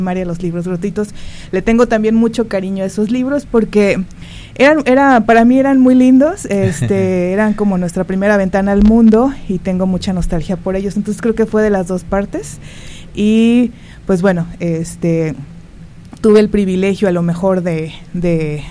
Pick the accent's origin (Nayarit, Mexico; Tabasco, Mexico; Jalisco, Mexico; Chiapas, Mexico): Nayarit, Mexico; Yo soy originaria de Refilión, es un ranchito ahí cerca de Compostela, 15 minutos antes, no sé si por ahí alguna vez lo han visto. Está cerca del río.